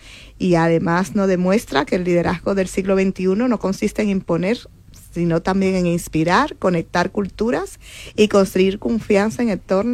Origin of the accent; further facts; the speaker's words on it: Dominican Republic; also born or lived in Venezuela; Porque yo, aunque soy dominicana, he vivido varios años en Venezuela y tengo ahí también recuerdos infantiles.